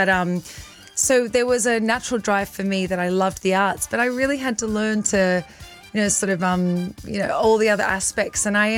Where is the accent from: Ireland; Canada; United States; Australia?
Australia; I am from Australia